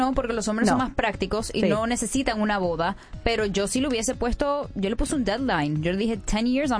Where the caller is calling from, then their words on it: Dominican Republic; Soy dominicana, de familia muy tradicional.